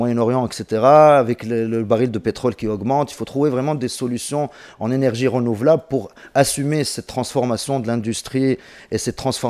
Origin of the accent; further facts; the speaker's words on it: Tunisia; Donc j'espère aujourd'hui qu'on pourra leur donner des challenges chez nous en Tunisie